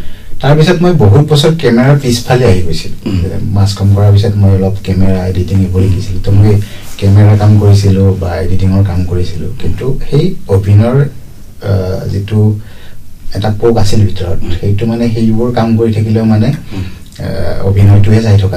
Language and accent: Assamese; Tihu, Assam, India; তো মোৰ ঘৰ টিহুৰ, টিহুৰ আমাৰ পাকা মোৰ গাঁওখনৰ নাম, মোৰ গাঁও এখন নদী নৈপৰীয়া গাঁও এখন।